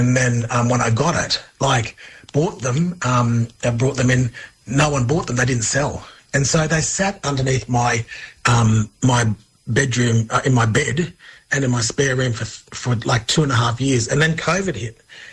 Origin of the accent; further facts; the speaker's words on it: Darwin, Northern Territory, Australia; growing up in Darwin, there's lots of, I saw, you know, different Aboriginal people in business.